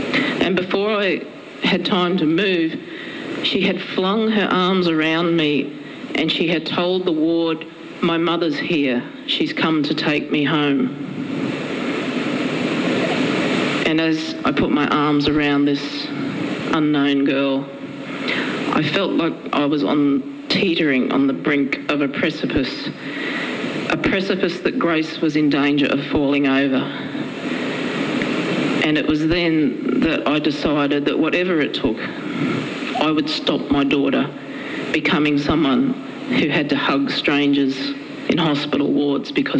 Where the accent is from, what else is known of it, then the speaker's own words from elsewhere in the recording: Logan, Queensland, Australia; growing up in Logan